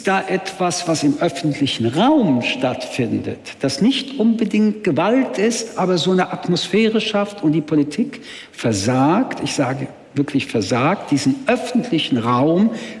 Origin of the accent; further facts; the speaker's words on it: West Germany, Germany; Muss ich jetzt Angst haben als Westdeutscher bei Ihnen in Thüringen?